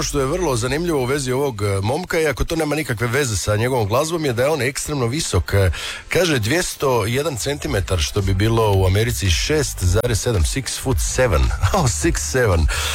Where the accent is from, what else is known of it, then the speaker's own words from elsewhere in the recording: Croatia; tako biva i kod nas u Hrvatskoj